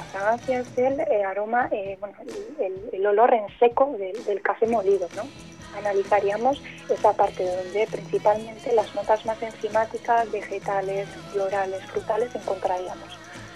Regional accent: Vitoria-Gasteiz, Basque Country, Spain; moved away as an adult; also born or lived in Vancouver, Canada; Y posteriormente decidí volver a mis raíces, ¿no? A Vitoria, donde actualmente soy copropietaria en Dry Coffee Roaster

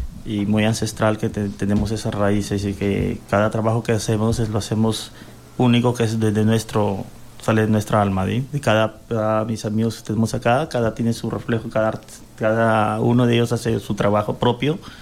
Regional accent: Peru; Como peruanos estamos muy agradecidos de parte de usted

